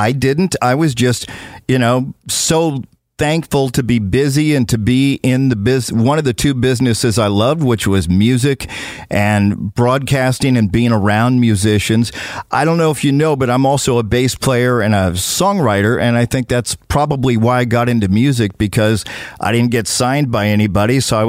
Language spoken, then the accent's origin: English; California, United States; I grew up in the East Bay.